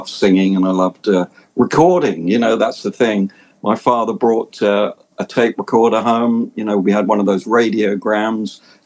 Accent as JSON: {"language": "English", "region": "London", "country": "United Kingdom", "tie": "born or raised there", "said": "I'm from North London originally, in a place called Mill Hill. That's where I grew up."}